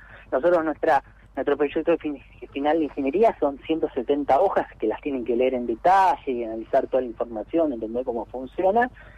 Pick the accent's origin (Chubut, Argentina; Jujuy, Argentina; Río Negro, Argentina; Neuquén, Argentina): Chubut, Argentina; Trelew; moved away as an adult; now in Buenos Aires, Argentina; yo soy de Trelew, como ahora obviamente es mucho más grande y demás